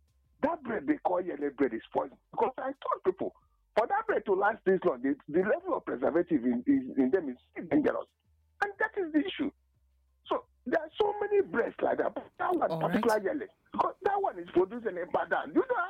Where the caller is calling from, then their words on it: Abia, Nigeria; I'm calling from Abia State.